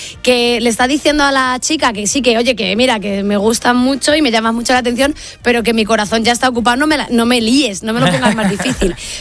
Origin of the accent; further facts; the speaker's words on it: Castile and León, Spain; Mi pueblo está en Meganzones.